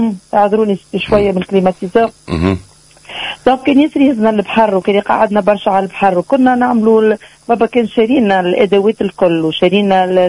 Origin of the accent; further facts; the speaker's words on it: El Kef, Kef Governorate, Tunisia; انا من مدينه الكيف والاصل انا جزائريه شاويه من خنشلة امي وبابا